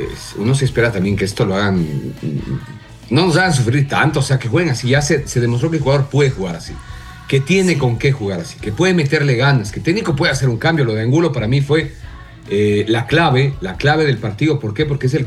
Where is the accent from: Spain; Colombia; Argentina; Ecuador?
Ecuador; Como somos los ecuatorianos.